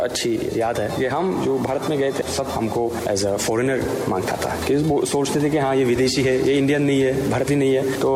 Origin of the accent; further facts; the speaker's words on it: Tajikistan; Hindi is a second language; लोग मुझे नहीं समझे कि मैं ताजिकिस्तान से हूँ, वो बोले थे कि हाँ मैं एक भारतीय हूँ